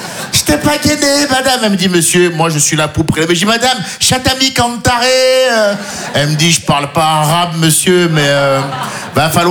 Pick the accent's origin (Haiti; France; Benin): Benin; Je me dis, je suis franco-béninois.